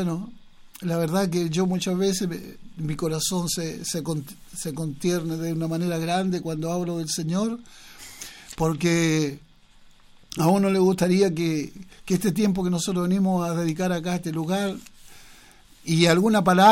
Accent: Chile

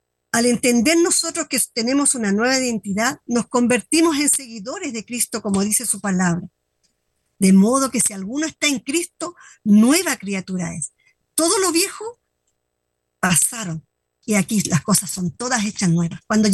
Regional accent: Chile; tenemos una identidad como chilenos

